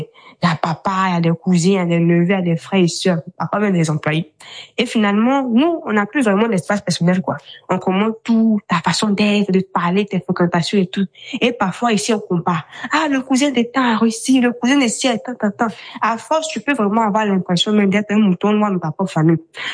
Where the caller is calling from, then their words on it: Abidjan, Côte d’Ivoire; je vis à Abidjan, Côte d'Ivoire. J'ai fait 4 ans, j'aurai bientôt 25 ans en octobre prochain et je vis toujours en famille, c'est-à-dire avec mes parents.